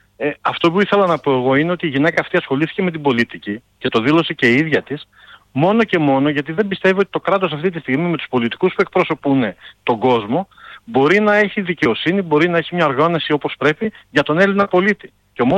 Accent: Kavala, Eastern Macedonia and Thrace, Greece; now in Zurich, Switzerland; γιατί είμαι Καβαλιώτης, ζω στη Ζηρίχη εδώ και 10 χρόνια.

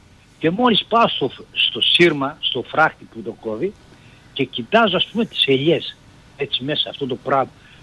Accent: Thessaloniki, Central Macedonia, Greece; εγώ μεγάλωσα μέσα στη Θεσσαλονίκη. Μέσα στη Θεσσαλονίκη. Αλλά τα καλοκαίρια μου τα έβγαζα πάντα στο χωριό.

